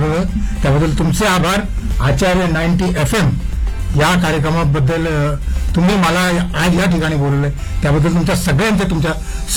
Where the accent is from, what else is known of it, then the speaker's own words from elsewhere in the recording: Mumbai, Maharashtra, India; मी आधी मुंबईत राहायचो. वरळी कोळीवाडा हे माझं गाव आणि कोळीवाडा म्हटलं की संपूर्ण कोळ्यांचं गाव आहे ते.